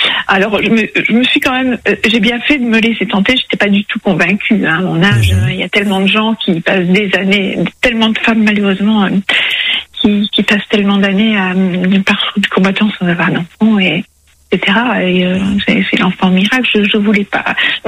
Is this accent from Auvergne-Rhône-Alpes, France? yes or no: no; Hauts-de-France, France; je suis native du Pas-de-Calais